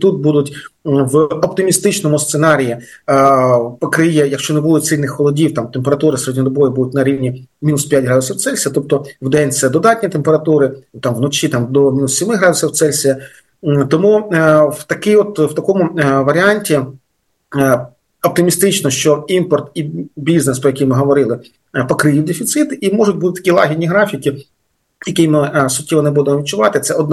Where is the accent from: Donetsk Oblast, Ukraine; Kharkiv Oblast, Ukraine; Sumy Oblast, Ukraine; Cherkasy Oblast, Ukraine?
Kharkiv Oblast, Ukraine; моя рідна Харківщина